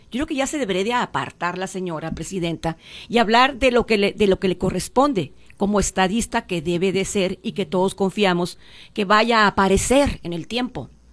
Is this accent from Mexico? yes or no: yes; northern Mexico, Mexico; Así somos los norteños y mal hablados